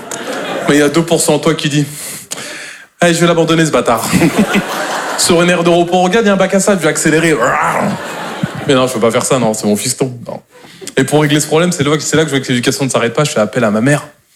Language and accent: French; Normandy, France; Moi, je suis normand de base